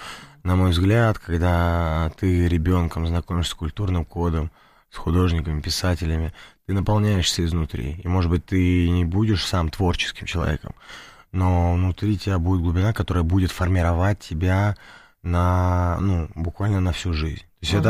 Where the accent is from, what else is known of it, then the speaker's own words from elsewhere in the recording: Moscow, Russia; Мы сами родились в Москве, на Бабушкинской.